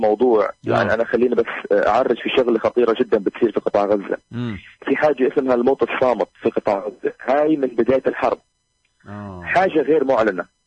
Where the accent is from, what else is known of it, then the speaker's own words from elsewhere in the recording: Palestine; احنا كشعب فلسطيني